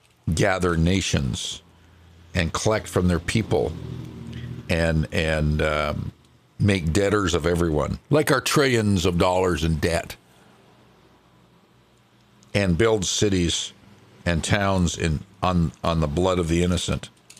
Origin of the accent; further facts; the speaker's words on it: London, Ontario, Canada; And, of course, London is my hometown. That's where I was born and raised. Born and raised in London, Ontario.